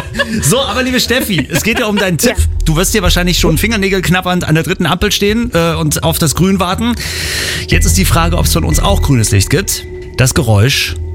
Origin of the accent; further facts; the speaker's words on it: East Germany, Germany; Ich komme aus dem Osten